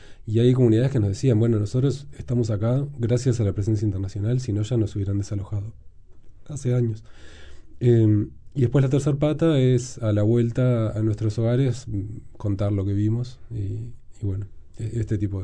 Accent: Uruguay; Diría que si tengo que elegir uno de los dos grupos, soy un uruguayo interesado y atento.

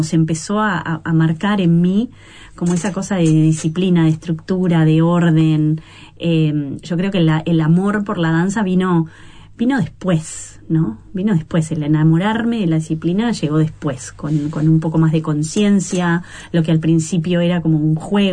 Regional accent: Uruguay; also born or lived in Montevideo, Uruguay; Yo crecí afuera. Mi padre era de Durazno y nada, nací en Montevideo, pero nos fuimos a vivir afuera, al campo

